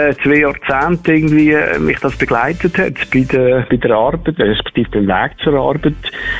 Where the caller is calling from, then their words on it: Lucerne, Switzerland; ich als Luzerner